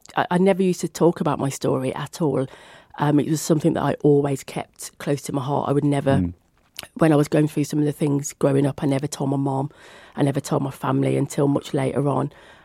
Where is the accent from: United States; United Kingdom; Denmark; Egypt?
United Kingdom; Birmingham, West Midlands; moved away as an adult; now in Black Country, United Kingdom; when I moved over to the Black Country, because I'm a Brummie.